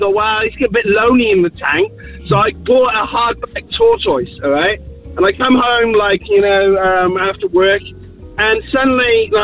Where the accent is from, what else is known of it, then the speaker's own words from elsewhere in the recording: England, United Kingdom; accent: English; moved away; It's probably my English accent.